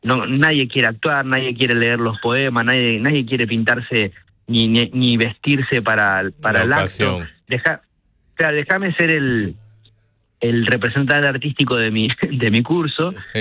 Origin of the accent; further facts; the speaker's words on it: Argentina; lo primero que sucede es que somos argentinos, nos sabemos argentinos y nos sentimos como nos sentimos por ser argentinos.